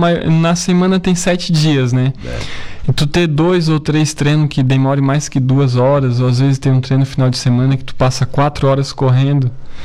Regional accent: Itabuna, Bahia, Brazil; born there; moved away; nasci, no Nordeste, né? Nasci em Itabuna.

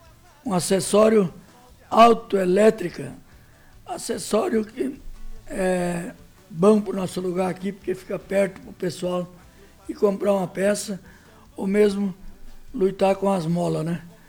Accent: Brazil; moved away; lá do Rio Gavião, onde eu me criei

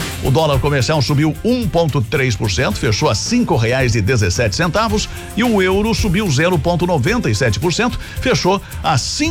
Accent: Brazil

